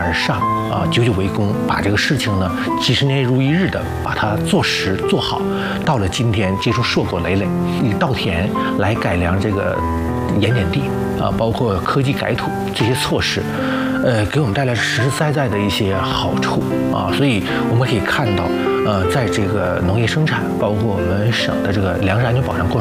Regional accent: Jilin, China; 我们吉林人呢，包括像科研院所的工作人员、各级领导干部，没有退缩

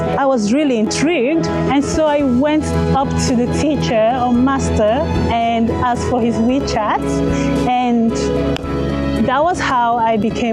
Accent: Nigeria; now in China; I'm from Nigeria, and I've been in China for 11 years.

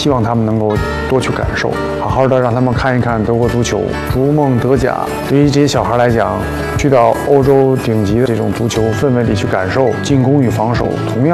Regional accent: China; born there; 我们从小都在国内长大，然后环境啊都是国内这种氛围，

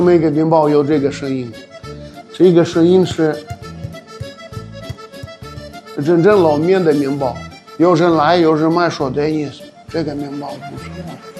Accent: Khabarovsk, Khabarovsk Krai, Russia; Chinese is a second language; now in China; 我是哈巴人，哈巴罗夫斯克，哈巴罗夫斯克是那个幅员对面的城市，也是俄罗斯的非常近的，比那个中国好近的城市。现在我们在家乡，到我的老家570公里，我可以一个半小时回俄罗斯。

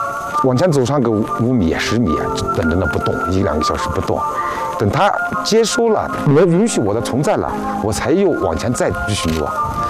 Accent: Tianjun County, Qinghai, China; 让他们知道在我们的家乡，除我们以外，还有草原上还有哪些这个可爱的精灵，

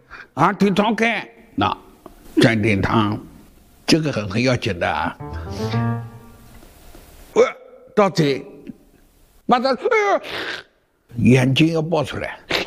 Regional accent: Huzhou, Zhejiang, China; 那是我们湖州的土话呢。

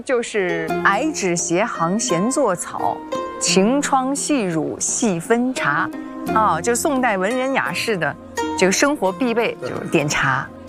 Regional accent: China; 我们中国人

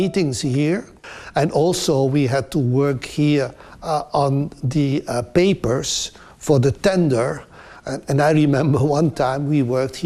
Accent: Belgium; I'm from Belgium.

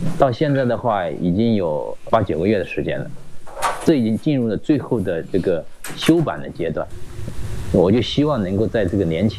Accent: Pushi, Hunan, China; 我是土生土长的普市人

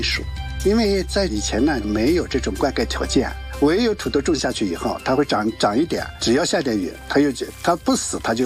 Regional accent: Tianshui, Gansu, China; 包括我老家武三天水人，一天3顿是土豆啊，

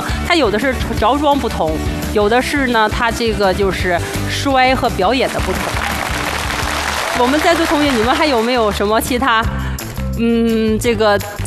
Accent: Northeast China, China; 我是东北人，所以呢我特别喜欢吃家乡的菜，

